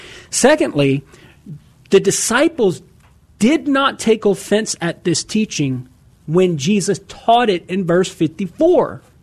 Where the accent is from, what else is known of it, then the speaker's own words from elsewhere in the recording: Louisiana, United States; For me it can't recognize my accent sometimes. So when I try to Man … from Southern Louisiana, you know, and I try to talk into it with my accent.